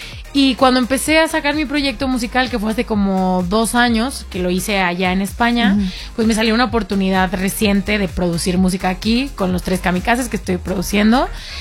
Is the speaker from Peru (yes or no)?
no; Guadalajara, Jalisco, Mexico; moved away as an adult; also born or lived in Spain; now in Mexico City, Mexico; mi familia está en Guadalajara, yo soy de Guadalajara, entonces la mayor parte de mi familia está en Guadalajara